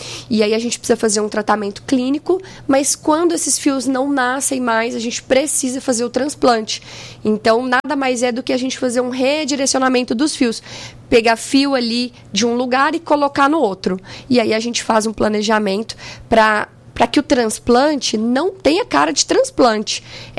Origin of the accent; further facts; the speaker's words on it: Goiás, Brazil; now in Bebedouro, Brazil; Olha, eu sou do estado que é o coração do Brasil. Eu sou de Goiás, sou goiana.